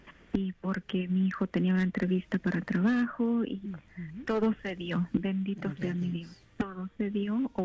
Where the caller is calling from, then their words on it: Salinas, California, United States; Yo estoy llamando de California, Salinas, California.